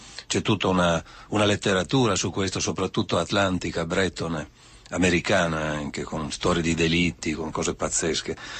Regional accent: Trieste, Friuli-Venezia Giulia, Italy; io sono di Trieste.

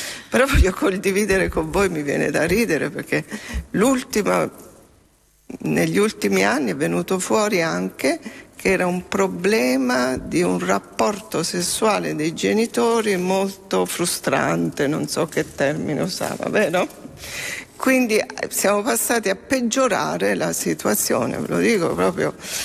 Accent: Abruzzo, Italy; essendo abruzzese, portai in Abruzzo quella formazione agli operatori nuova.

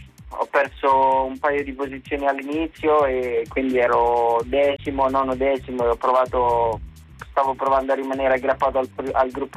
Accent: Rome, Lazio, Italy; born there; sono nato a Roma e la mia famiglia ha sempre tifato Roma

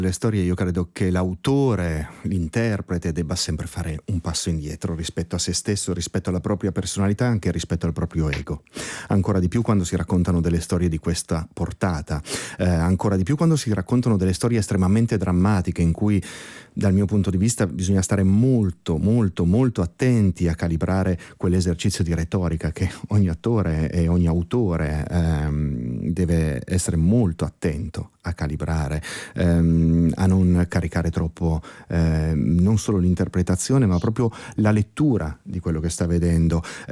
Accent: Piedmont, Italy; io sono piemontese

